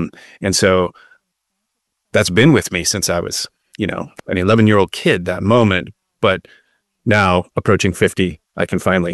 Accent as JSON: {"language": "English", "region": "Montana", "country": "United States", "tie": "born or raised there", "said": "my own growing up in Montana."}